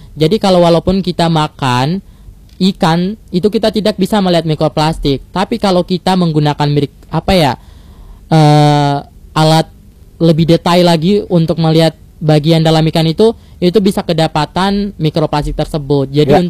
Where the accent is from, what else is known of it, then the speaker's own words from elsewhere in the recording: Maluku, Indonesia; bagi kita warga Maluku